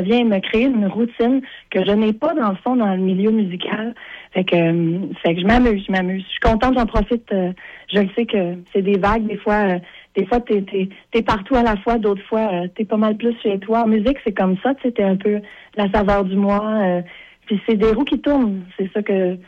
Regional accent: Quebec, Canada; Puis moi, je suis québécoise et canadienne à la fois, c'est ça.

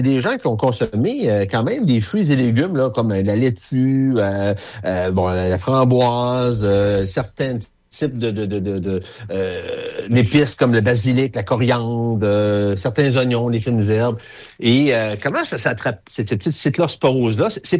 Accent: Quebec, Canada; Écoute, moi, moi, dire, je suis un vrai Québécois et originaire de la Côte-Nord.

